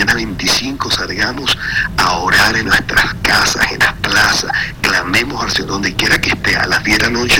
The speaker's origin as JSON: {"language": "Spanish", "country": "Venezuela"}